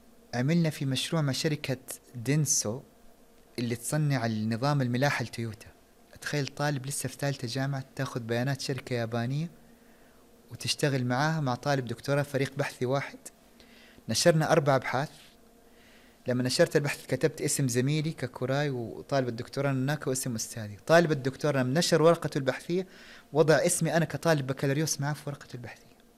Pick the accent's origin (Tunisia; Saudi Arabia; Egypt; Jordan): Saudi Arabia; moved away as an adult; قال لي أنت من فين؟ قلت له من السعودية.